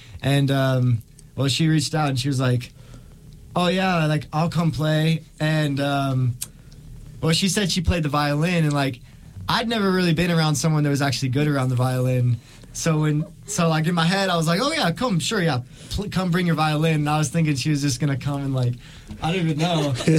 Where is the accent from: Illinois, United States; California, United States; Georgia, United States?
California, United States; San Diego; born there; moved away as an adult; also born or lived in East Coast; I've lived on the East Coast and I've lived on the West Coast, but I was born in San Diego, California.